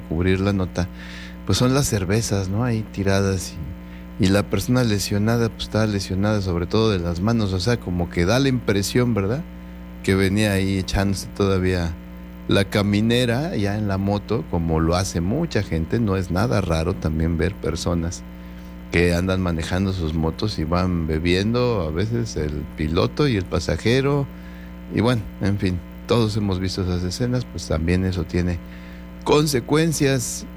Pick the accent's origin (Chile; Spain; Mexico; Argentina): Mexico; así somos los mexicanos